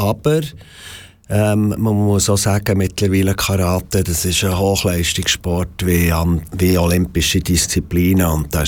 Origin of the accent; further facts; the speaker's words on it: Interlaken, Bern, Switzerland; now in Bern, Switzerland; Ich bin in Interlaken aufgewachsen